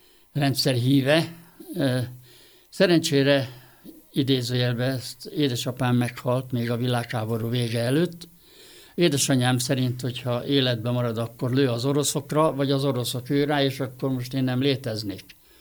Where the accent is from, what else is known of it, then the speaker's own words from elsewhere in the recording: Győr, Győr-Moson-Sopron, Hungary; moved away as an adult; also born or lived in Egypt; én nekem győri magányom van. Ott születtem én, ez egy másik vers, a nagyapám után Papkertnek nevezett rezidencián, egy háromlábú tornázas kúriában, két hold birtok.